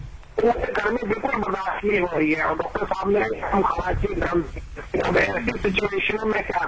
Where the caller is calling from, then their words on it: Delhi, India; और मैं करमपुरा बोल रहा हूँ